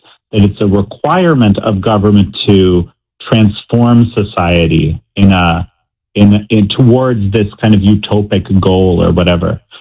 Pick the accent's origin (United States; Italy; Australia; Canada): Canada; Listen, I grew up in Canada, of all places, in the 80s, right? In the 70s and 80s.